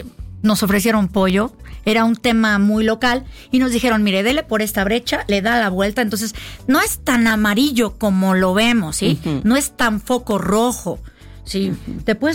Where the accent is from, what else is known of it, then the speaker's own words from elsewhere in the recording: Michoacán, Mexico; Hay una familia más allá de la comunidad, de ahí es de donde yo vengo, y esta parte de Michoacán debe conocerse.